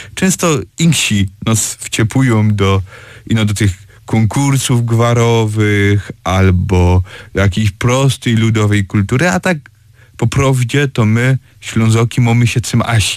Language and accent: Polish; Olesno, Opole Voivodeship, Poland; accent: Silesian; Rzadko sobie tak uświadomimy, że u nas na Śląsku, też w tym, na tym Śląsku Łopolskim, Łopolskiej Tajle Górnego Śląska mamy roztomajtych wyuczonych poszukiwaczy